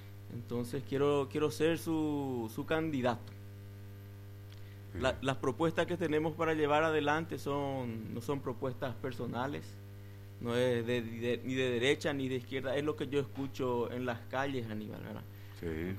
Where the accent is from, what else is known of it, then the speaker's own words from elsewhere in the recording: Brazil; Y yo nací en el Brasil, vivo en el Brasil, estudié en el Brasil, pero yo soy de padres paraguayos